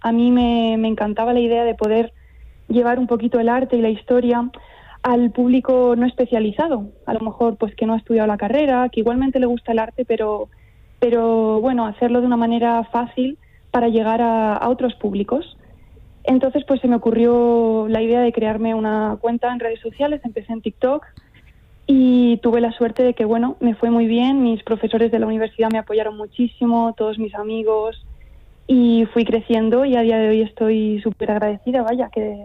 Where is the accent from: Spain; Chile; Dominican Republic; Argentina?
Spain; Cuenca, Castilla-La Mancha; moved away as an adult; also born or lived in Granada / Ireland; he vuelto a Cuenca, mi ciudad natal